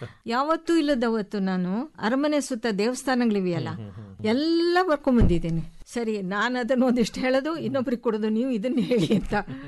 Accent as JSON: {"language": "Kannada", "town": "Shivamogga", "region": "Karnataka", "country": "India", "tie": "born or raised there", "also_born_or_lived": "Madhya Pradesh / Mysuru", "moved": "as an adult", "said": "ಬೆಳೆದಿದ್ದು ಪ್ರಾಥಮಿಕ ಶಿಕ್ಷಣ, ಮಾಧ್ಯಮಿಕ ಶಿಕ್ಷಣ, ಕಾಲೇಜು ಶಿಕ್ಷಣ ಎಲ್ಲ ಶಿವಮೊಗ್ಗದಲ್ಲಿ. ಪೋಸ್ಟ್ ಗ್ರಾಜುಯೇಷನ್ ಮಾಡಬೇಕಾದ್ರೆ ಮೈಸೂರಿಗೆ ಬರಬೇಕಾಗಿತ್ತು."}